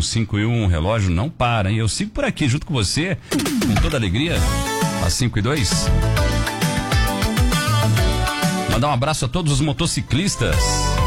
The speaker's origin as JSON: {"language": "Portuguese", "town": "São Bernardo", "country": "Brazil", "tie": "born or raised there", "said": "São Bernardo, minha terra"}